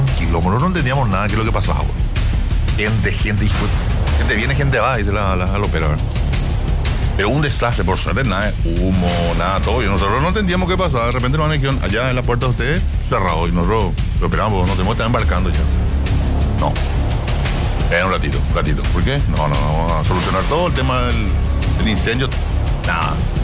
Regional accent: Fernando de la Mora, Central, Paraguay; no soy de Asunción, soy de Fernando La Mora.

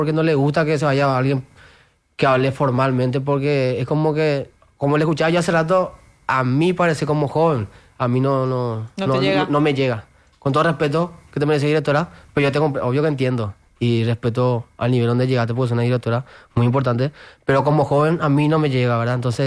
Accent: Asunción, Paraguay; Nací mal, criado en la Chacarita

